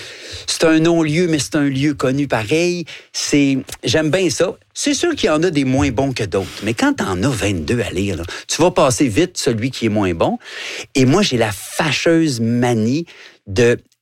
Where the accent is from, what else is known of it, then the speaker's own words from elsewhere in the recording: Guadeloupe; Ça vient un peu de la Guadeloupe, mais quand j'étais jeune en Guadeloupe, c'est que je travaillais sur une plage.